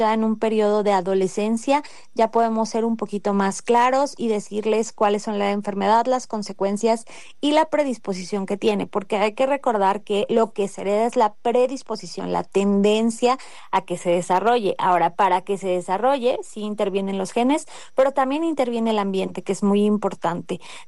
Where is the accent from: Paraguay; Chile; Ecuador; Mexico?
Mexico; Nosotros como mexicanos tenemos también esta cultura muy del alimento.